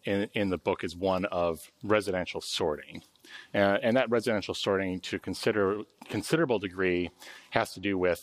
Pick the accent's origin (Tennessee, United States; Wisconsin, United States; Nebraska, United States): Wisconsin, United States; Milwaukee; if you look at a map of my hometown metropolitan area, Milwaukee, Wisconsin